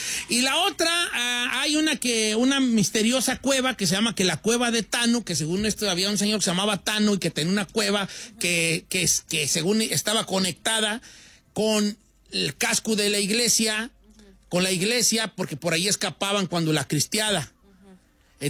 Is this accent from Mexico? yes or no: yes; La Sauceda, Mexico; born there